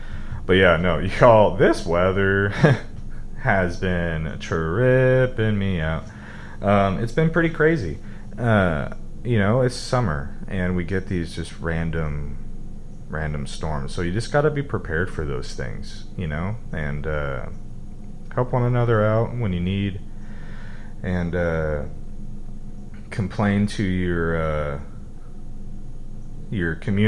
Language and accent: English; Pacific Northwest, United States; moved away; growing up in the Northwest, where it doesn't really ever have these torrential downpours